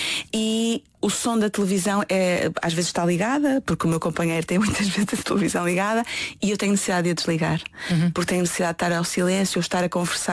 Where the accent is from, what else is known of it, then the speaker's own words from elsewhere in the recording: Northern Portugal, Portugal; Eu sou do Norte e gosto muito do Norte